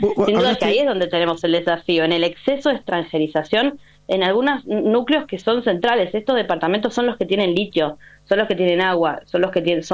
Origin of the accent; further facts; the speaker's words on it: Río Negro, Argentina; yo soy del departamento de Bariloche.